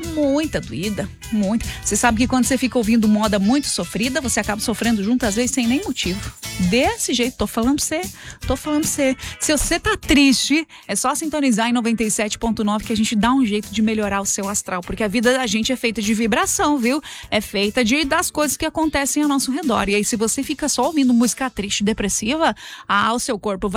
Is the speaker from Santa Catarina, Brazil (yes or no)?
yes; Xaxim, Santa Catarina, Brazil; Xaxim, lá na minha cidade linda, maravilhosa